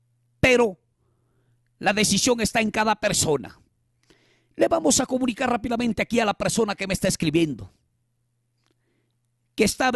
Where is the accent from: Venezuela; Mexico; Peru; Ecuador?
Peru; Todos como peruanos contamos con un seguro gratuito que es el SIS.